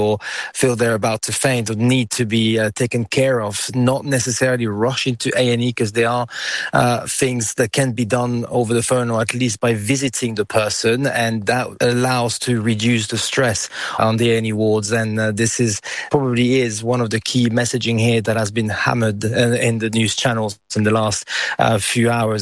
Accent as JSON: {"language": "English", "region": "southern France", "country": "France", "tie": "born or raised there", "said": "I'm in my hometown, I'm with my family, and that's where I grew up."}